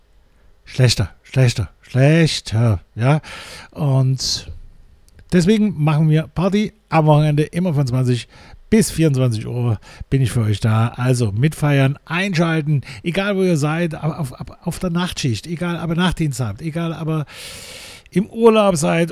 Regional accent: East Germany, Germany; born there; Ja, wir sind Kinder der DDR und ich bin auch ein Kind der DDR. Ne? Also ja, ich habe die DDR noch voll erlebt.

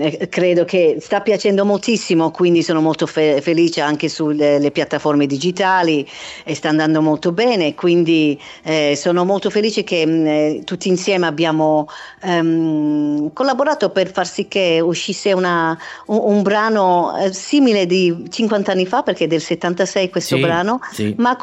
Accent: Melbourne, Victoria, Australia; now in Italy; io sono nata artisticamente in Australia, a Melbourne.

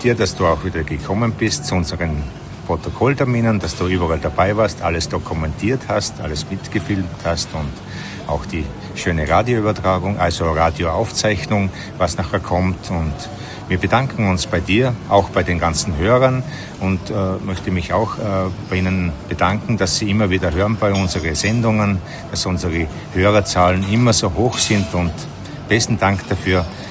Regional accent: Birkfeld, Styria, Austria; Ich bin ja aus Birkfeld und das ist so ungefähr eine Stunde bin ich in Steins.

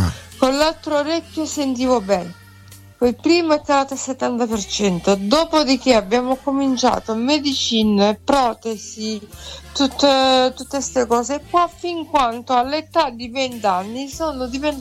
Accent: San Marco in Lamis, Apulia, Italy; Sì, sì, no, sono di San Marco Lamis, provincia.

